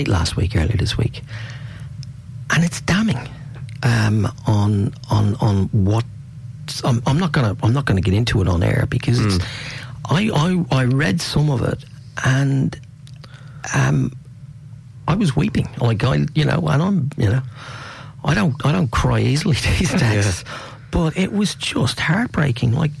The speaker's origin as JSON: {"language": "English", "country": "Ireland", "said": "And I come from Ireland. We had a history of it, unfortunately. And we still there's still a little bit of it there."}